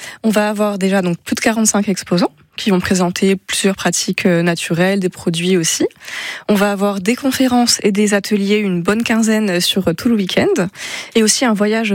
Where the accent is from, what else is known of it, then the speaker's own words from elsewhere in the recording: Châtillon-sur-Seine, Bourgogne-Franche-Comté, France; dans ma ville natale à Châtillon-sur-Seine